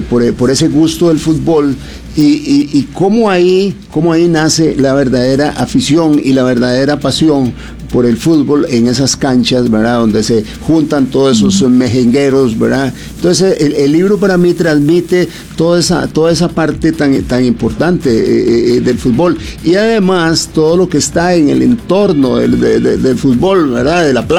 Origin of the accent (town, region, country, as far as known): Costa Rica